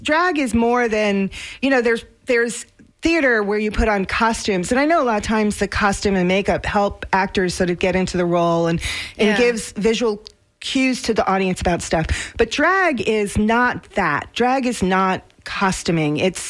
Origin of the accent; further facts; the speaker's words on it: New York City, New York, United States; We grew up in New York.